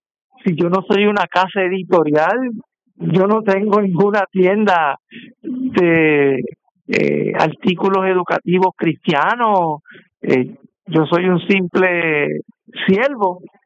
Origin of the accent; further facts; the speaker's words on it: Humacao, Puerto Rico; now in Bayamón, Puerto Rico; Es correcto, nacido y criado en Humacao, pero crecido ya hará unos casi 40 años en barrio Buenavista de Bayamón.